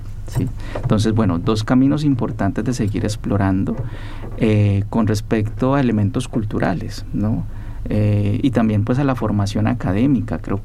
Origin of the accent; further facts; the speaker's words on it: Popayán, Cauca, Colombia; la ciudad de donde soy, en la ciudad de Popayán, Colombia.